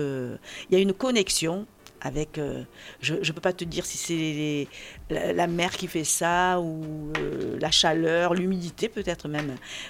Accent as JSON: {"language": "French", "town": "Marseille", "region": "Provence-Alpes-Côte d'Azur", "country": "France", "tie": "born there", "said": "moi je suis née à Marseille"}